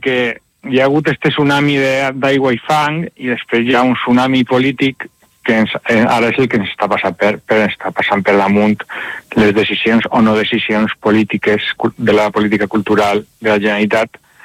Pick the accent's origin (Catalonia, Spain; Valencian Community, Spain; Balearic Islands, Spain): Valencian Community, Spain; moved away as an adult; also born or lived in Madrid; com a valencià, i que jo vaig estudiar a Madrid i vaig tenir una carrera a Madrid i me'n vaig tornar